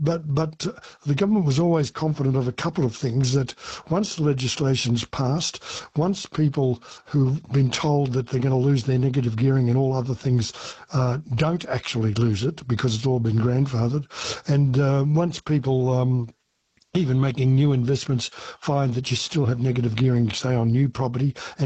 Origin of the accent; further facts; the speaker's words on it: Ballarat, Victoria, Australia; When I was a kid growing up in Ballarat, Victoria, we still had Cracker Night.